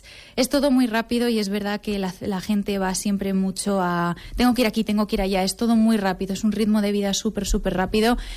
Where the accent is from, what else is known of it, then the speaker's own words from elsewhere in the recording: Teruel, Aragon, Spain; te dicen, ay, ¿de dónde eres? ¿De España? Y le digo, sí, pero soy de Teruel.